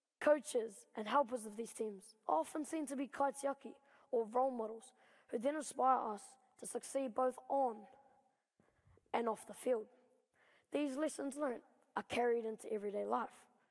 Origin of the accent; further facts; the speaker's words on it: Timaru, Canterbury, New Zealand; Growing up in Timaru, I was raised not knowing much about my Māori culture or background.